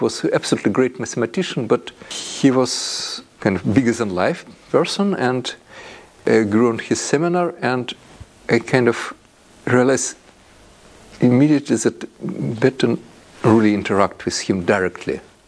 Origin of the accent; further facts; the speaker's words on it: Russia; English is a second language; You see, because I'm from Russia and I never been on the east of Ural Mountains in Russia, so I've seen only in very little of western part.